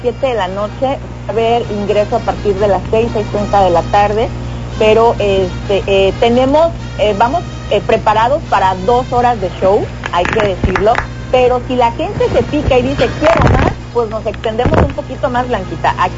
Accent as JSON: {"language": "Spanish", "town": "Tapachula", "region": "Chiapas", "country": "Mexico", "said": "Somos de aquí de Chiapas, de Tapachula, muy cerquita de Guatemala."}